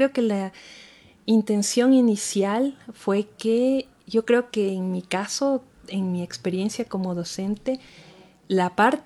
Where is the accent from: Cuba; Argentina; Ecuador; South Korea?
Ecuador